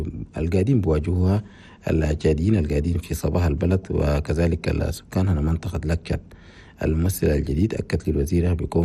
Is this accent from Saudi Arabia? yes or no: no; Chad; في بلدنا تشاد